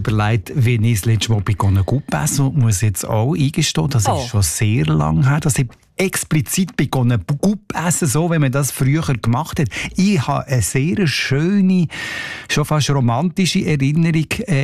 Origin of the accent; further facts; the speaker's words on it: Deitingen, Solothurn, Switzerland; ich bin an der Autobahn aufgewachsen, Autobahn A1, Teitigen.